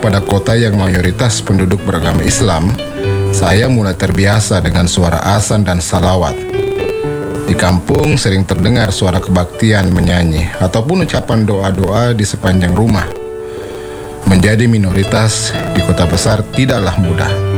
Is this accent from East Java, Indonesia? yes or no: no; South Sulawesi, Indonesia; now in Makassar, Indonesia; Kalau di kampung saya Toraja, aktivitas warga lebih banyak berkebun.